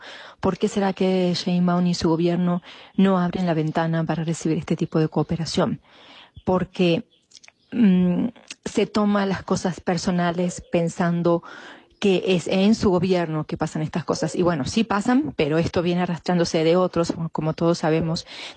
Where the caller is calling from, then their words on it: Morelos, Mexico; de Morelos.